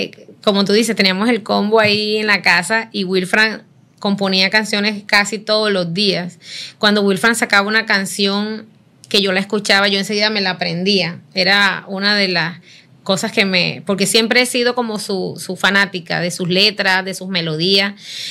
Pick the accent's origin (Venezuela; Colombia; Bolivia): Colombia; Turbana, Bolívar; moved away as an adult; soy de Turbana.